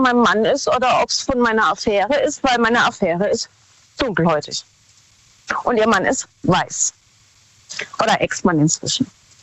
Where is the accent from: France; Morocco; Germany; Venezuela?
Germany; Ettlingen, Baden-Württemberg; Von Baden-Württemberg, nähe Karlsruhe.